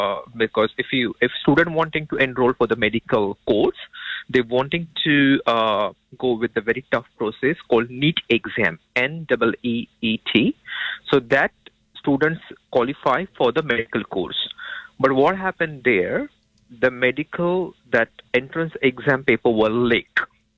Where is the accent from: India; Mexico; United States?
India; Delhi; now in New Zealand; I come from Delhi and everywhere there